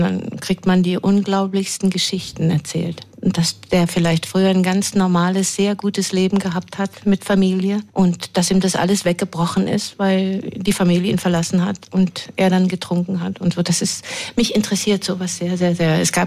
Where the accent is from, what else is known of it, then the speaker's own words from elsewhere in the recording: Hamburg, Germany; Ich komme aus Hamburg. Da ist viel Wasser. Und es ist alles ein bisschen... Ja, die Hamburger sind so ein bisschen zurückhaltender, aber ich liebe das sehr